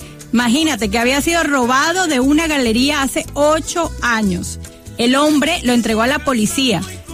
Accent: Barranquilla, Atlántico, Colombia; also born or lived in Cartagena; Nací en Cartagena. Pero, me crié en Barranquilla.

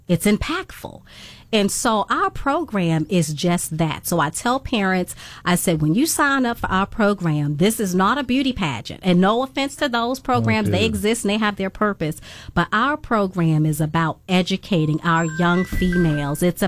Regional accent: Farmville, Virginia, United States; most people laugh when I say I'm from Farmville. Yes, it is farm, like a farm, Farmville, Virginia. You know, and I'm a country girl.

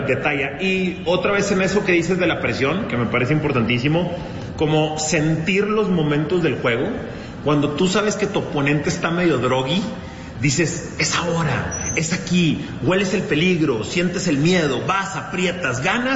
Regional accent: Mexico; un surgimiento de un orgullo mexicano que a mí en mis 37 años de vida no me habí

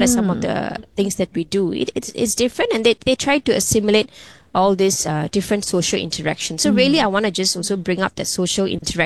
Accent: Singapore; as a Singaporean, right? You have your own identity, and of course, being an Indian Singaporean

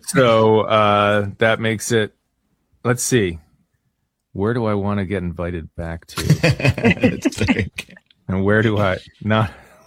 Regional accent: Philadelphia, Pennsylvania, United States; like growing up in Philly, you kind of have this attitude like, you know, we don't get to have nice things, and that's okay.

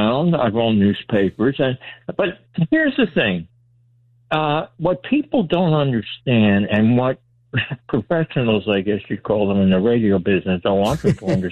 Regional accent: Westchester County, New York, United States; Well, I was raised in Westchester County, and I've been through the whole radio thing. I'm 81 years old now.

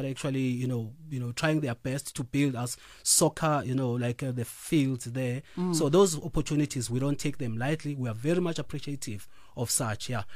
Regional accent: Umzimkhulu, KwaZulu-Natal, South Africa; Yes, I'm born and bred. I'm from Mzimkhulu, yes. I'm born and bred from there.

